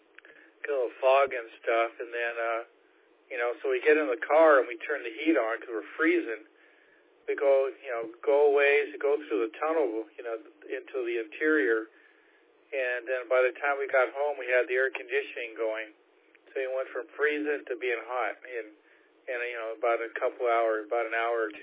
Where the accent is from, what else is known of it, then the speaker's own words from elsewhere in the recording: Seattle, Washington, United States; also born or lived in Concord; now in California, United States; I grew up in Seattle, but I wouldn't move back because of the rain. There's too much rain up there.